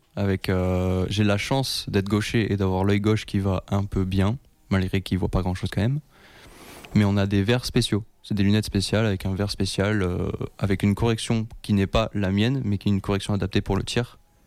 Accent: Perpignan, Occitanie, France; moved away as an adult; now in Bordeaux, France; là d'où je viens, donc à Perpignan

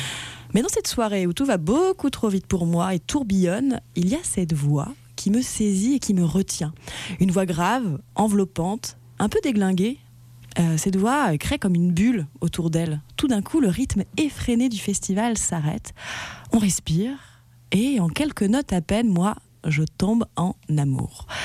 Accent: Nantes, Pays de la Loire, France; Je suis nantaise.

